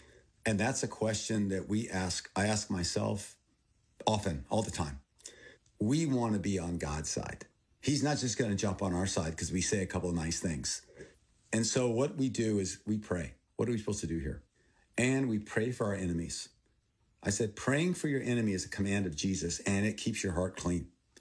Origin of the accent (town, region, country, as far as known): Thailand; born or raised there; first language Thai; English is a second language; also born or lived in Texas